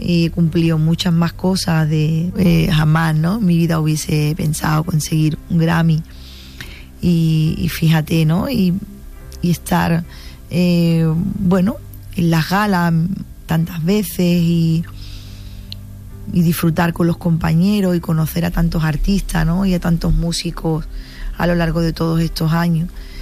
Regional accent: Cádiz, Andalusia, Spain; ser reconocida en mi tierra, en Cádiz, ser reconocida por la gente

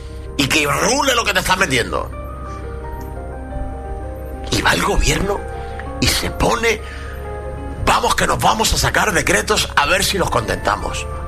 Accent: Spain; Qué vergüenza como español que esto...

